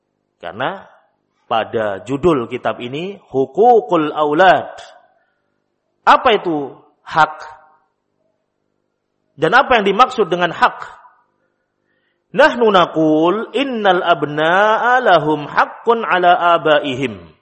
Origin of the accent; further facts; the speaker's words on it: Java, Indonesia; dalam istilah kita orang Jawa, ojo kalah karo arek.